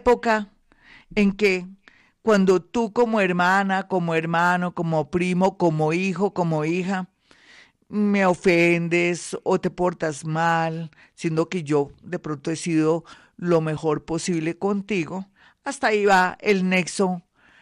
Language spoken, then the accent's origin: Spanish; Colombia; como decimos en Colombia.